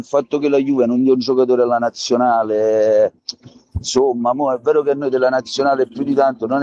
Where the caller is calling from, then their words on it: Benevento, Campania, Italy; da Benevento